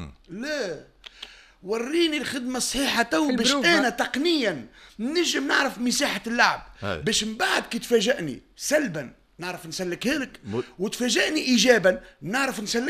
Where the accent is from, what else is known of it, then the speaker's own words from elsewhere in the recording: Tunisia; اللي انا تونسي